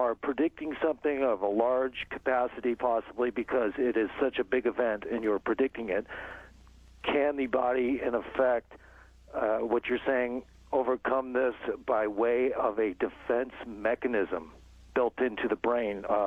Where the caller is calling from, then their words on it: Las Vegas, Nevada, United States; by the way, I'm calling from Las Vegas.